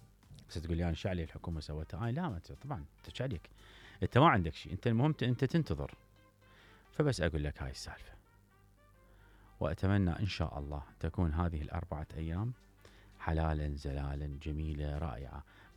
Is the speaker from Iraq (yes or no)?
yes; Iraq; عندنا بالعراق